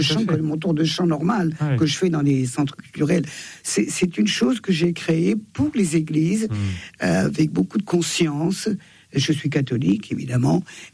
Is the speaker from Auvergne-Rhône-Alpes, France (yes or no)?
yes; Thonon-les-Bains, Auvergne-Rhône-Alpes, France; born there; Je suis née à Thonon.